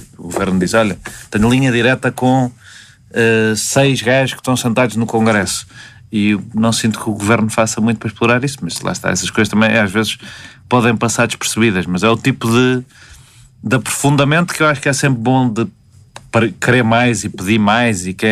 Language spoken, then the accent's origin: Portuguese; Portugal